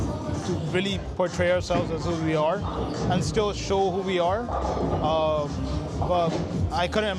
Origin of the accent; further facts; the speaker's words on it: Ontario, Canada; born there; I'm Canadian first. So I might be Indian as my background, I might be Punjabi, I might be Sikh, but I'm born here first.